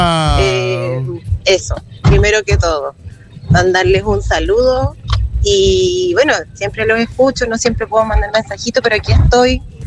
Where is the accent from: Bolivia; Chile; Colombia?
Chile; Valparaíso; Exactamente quién soy yo. … de Playa Ancha.